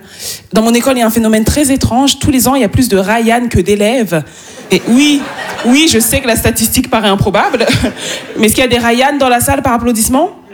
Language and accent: French; Île-de-France, France; born there; C'est peut-être parce que je suis née dans le Val-d'Oise, connasse, hein, peut-être, c'est un indice.